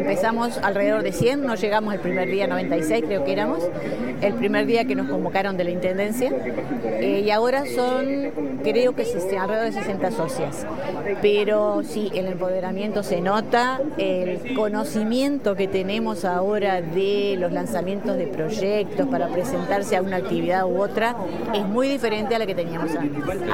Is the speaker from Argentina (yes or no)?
no; San Pedro, Colonia, Uruguay; moved away as an adult; now in Colonia, Uruguay; Yo soy de San Pedro. Nacida y criada en San Pedro, trabajé como maestra docente casi todos los años y me jubilé en la misma escuela que yo hice los primeros 6 años de escuela. Y ahora, después retirada, me fui a Colonia